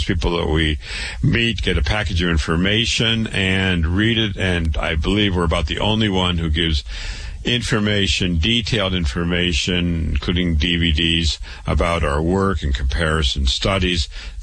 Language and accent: English; Waterloo, Iowa, United States; I was born and raised in Waterloo, Iowa. I went to public school, university, MD, real doctor, real medical doctor at age 25